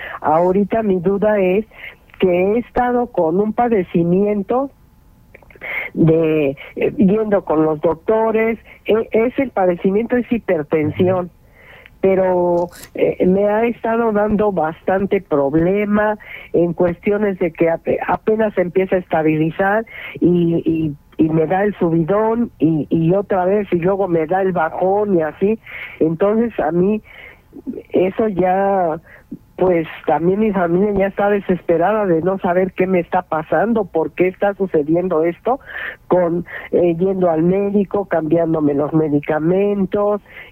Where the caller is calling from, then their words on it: Coacalco, State of Mexico, Mexico; Yo estoy en Coacalco.